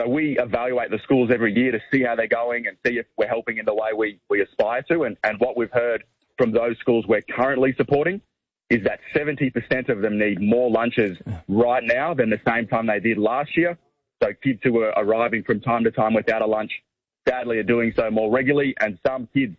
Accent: Shepparton, Victoria, Australia; born or raised there

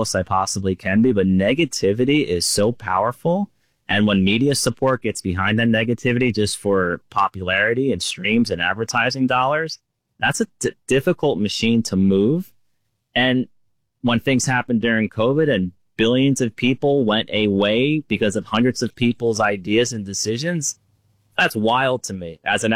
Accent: Northeast, United States; Even people from where I grew up in the Northeast, if you ever gave like police support, they were getting shunned.

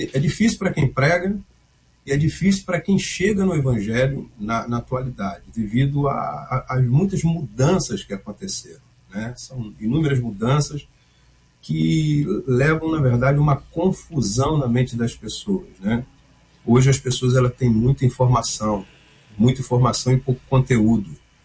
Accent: Rio de Janeiro, Brazil; moved away; eu sou oriundo de Santa Cruz, aí do Rio de Janeiro, né?

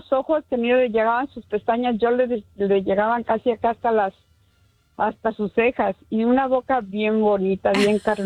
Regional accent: Chapala, Jalisco, Mexico; Yo soy de Chapala, pero él es de ahí, de la puerta de San Nicolás, cerquitas de Jocotepe, de todo eso por ahí.

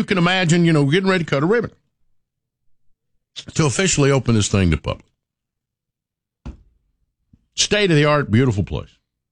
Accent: Sevierville, Tennessee, United States; I talked about growing up in Sevierville and never imagined all of this

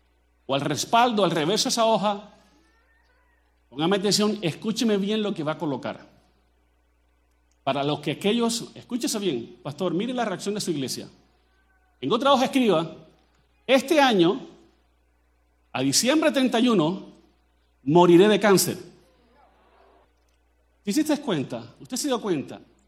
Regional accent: Colombia; yo no soy chapín, ni soy charrasqueado, ni soy salvadoreño, soy colombiano, hablo como colombiano.

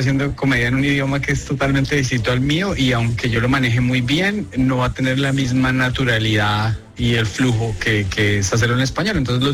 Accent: Colombia; moved away as an adult; now in United States; aunque me fui hace mucho tiempo, todavía sé comunicarme como un colombiano

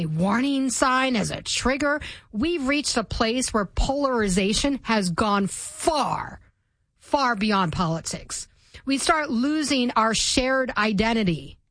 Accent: United States; Because for me, if anything, I'm American first.

